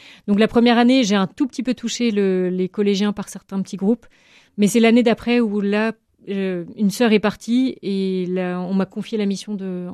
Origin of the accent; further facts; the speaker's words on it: Brittany, France; moved away; j'étais contente de revenir dans ma région d'origine.